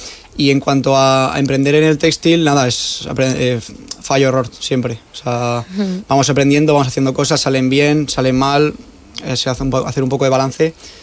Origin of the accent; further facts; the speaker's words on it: Villar del Arzobispo, Valencian Community, Spain; Yo soy de Villar del Arzobispo, uh-huh, y es un pueblo pequeñito